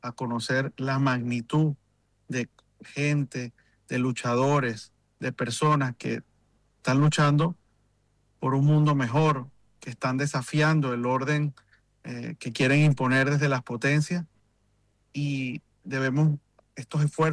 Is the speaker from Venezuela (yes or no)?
yes; Venezuela